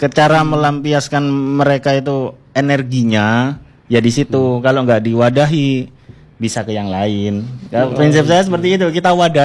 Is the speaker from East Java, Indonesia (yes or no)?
yes; Surabaya, East Java, Indonesia; born there; moved away as an adult; now in Sampang, Indonesia; saya kan bukan asli Sampang nih. Asli Surabaya saya.